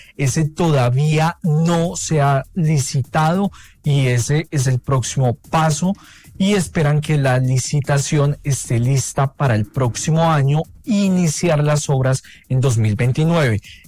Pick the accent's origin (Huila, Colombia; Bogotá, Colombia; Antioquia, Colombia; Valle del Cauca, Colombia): Bogotá, Colombia; como bogotanos, como cundinamarqueses